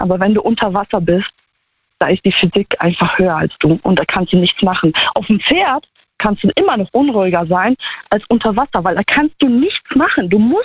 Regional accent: Poland; Ich komme auch aus Polen, ich bin jetzt auch nicht in Gold geboren, sag ich jetzt mal.

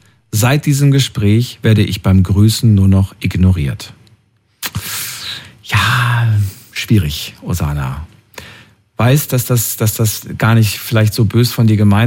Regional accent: Freiburg, Baden-Württemberg, Germany; ich komme aus Freiburg.

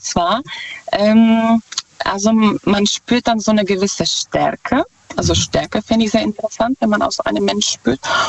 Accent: Czechia; German is a second language; Ich komme ursprünglich aus Tschechien.

